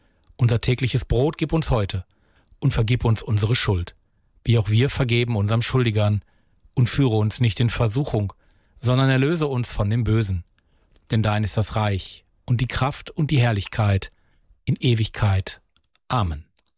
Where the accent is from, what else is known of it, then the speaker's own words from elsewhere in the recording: Recklinghausen, North Rhine-Westphalia, Germany; Heute blicken wir mal wieder in meine Heimatstadt, genauer gesagt in den Stadtgarten meiner Heimatstadt, nämlich den Stadtgarten von Recklinghausen.